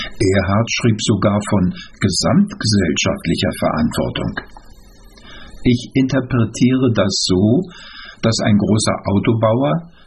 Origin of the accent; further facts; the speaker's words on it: East Germany, Germany; Als Ossi musste ich nach unserer glücklichen Revolution lernen